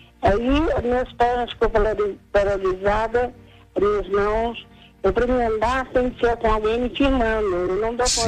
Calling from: Brazil; Eu venho lá do Brasil.

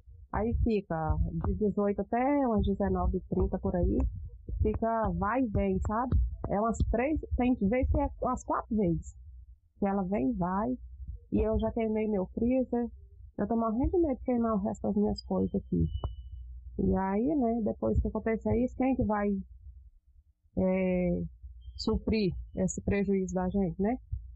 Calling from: Brazil; Eu sou aqui da região de Engenho Velho, Alegria.

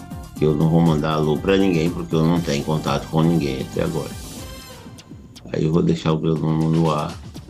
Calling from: São Francisco do Piauí, Piauí, Brazil; E eu sou daqui de São Francisco do Piauí … daqui de São Francisco do Piauí.

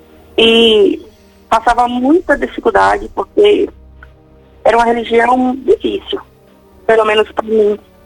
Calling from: Camaçari, Bahia, Brazil; Camaçari, na Bahia

